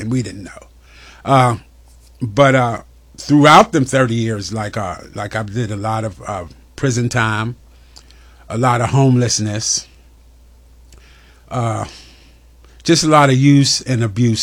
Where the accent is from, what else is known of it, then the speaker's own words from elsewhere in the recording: Pittsburgh, Pennsylvania, United States; also born or lived in Hershey, Pennsylvania; I was born in Pittsburgh, and born and raised in Pittsburgh.